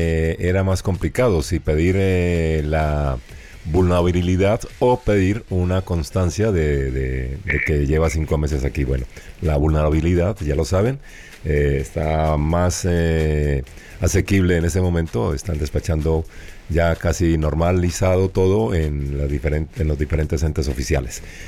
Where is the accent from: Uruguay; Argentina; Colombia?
Colombia; como decimos popularmente en Colombia, de arrimado o de arrimada